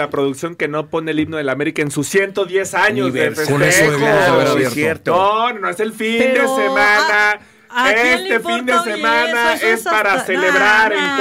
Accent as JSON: {"language": "Spanish", "town": "Guadalajara", "region": "Jalisco", "country": "Mexico", "said": "Yo, que soy de Guadalajara, tenía mucho tiempo diciendo, el Atlas necesita un estadio más para su estilo, ¿no?"}